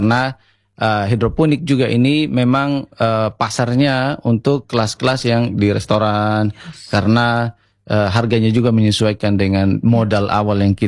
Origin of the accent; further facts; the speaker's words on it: Kawangu, East Nusa Tenggara, Indonesia; ada di Kawangu. Jadi ada yayasan di sana, saya tumbuh besar di sana juga. Saya dididik di sana selama saya dari SMP sampai SMA